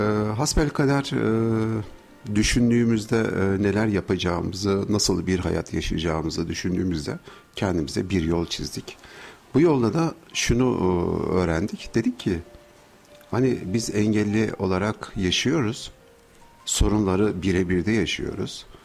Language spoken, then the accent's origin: Turkish; Ankara, Turkey; born there; Ben 1970 Ankara doğumluyum. Yani 55 yaşındayım.